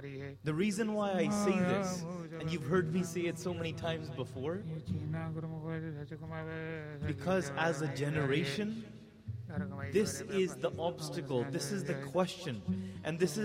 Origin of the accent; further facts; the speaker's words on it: Canada; when I grew up here in Canada and I look back even though I'm born in 94